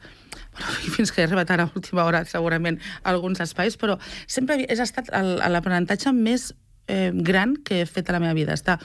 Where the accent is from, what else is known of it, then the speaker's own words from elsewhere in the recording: Barcelona, Catalonia, Spain; first language Catalan; jo vaig néixer al Poble Sec, tot i que al final és el mateix districte, i no visc allà.